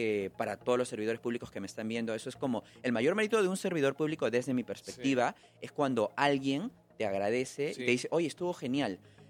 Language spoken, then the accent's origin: Spanish; Peru; Como buen rockero peruano